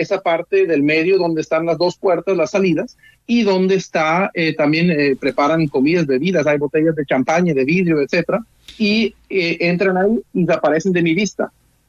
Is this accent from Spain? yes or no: no; Germany; Spanish is a second language; moved away as an adult; now in Colombia; yo soy alemán, ya llevo viviendo en el hermoso país de Colombia hace 20 años casi, después que llegué en un intercambio